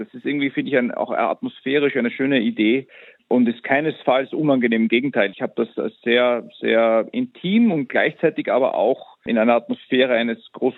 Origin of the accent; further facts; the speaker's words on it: Vienna area, Austria; auch in meiner Heimat rund um Wien gibt es das wunderbare Festival Grafeneck